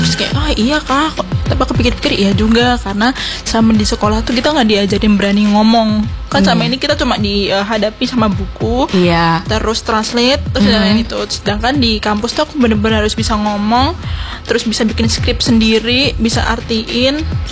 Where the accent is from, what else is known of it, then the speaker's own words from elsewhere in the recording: Java, Indonesia; accent: medok (Javanese); logatnya aku ikutin walaupun masih ada medok-medoknya.